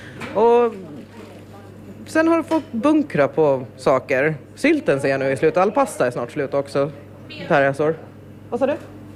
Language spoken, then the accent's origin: Swedish; Åland, Finland; also born or lived in Sweden; ju bara 11 månader när vi flyttade tillbaka till Åland från Sverige. Och... Så jag har ju växt upp här i huset.